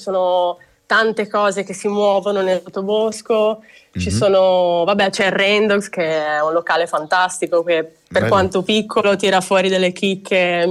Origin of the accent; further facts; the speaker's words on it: Cogoleto, Liguria, Italy; Io sono di Cogoleto, in realtà.